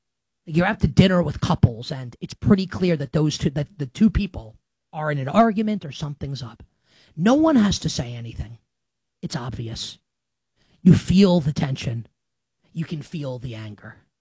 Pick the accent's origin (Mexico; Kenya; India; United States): United States; New York; I grew up in New York.